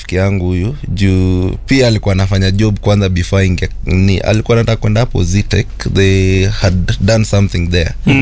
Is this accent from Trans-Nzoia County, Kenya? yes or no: no; Butere, Kakamega County, Kenya; moved away